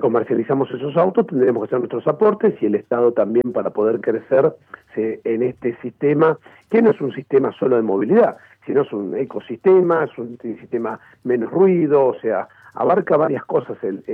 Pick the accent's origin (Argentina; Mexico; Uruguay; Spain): Argentina; Nosotros somos una Argentina que es cambiante.